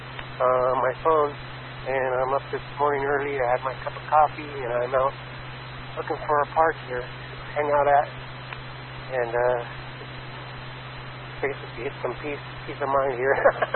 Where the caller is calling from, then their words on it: San Bernardino, California, United States; I'm from California. Currently in North San Bernardino.